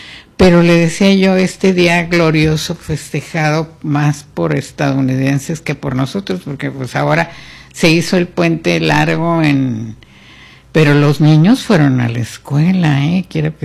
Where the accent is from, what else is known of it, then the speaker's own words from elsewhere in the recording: Mexico; nosotros somos mexicanos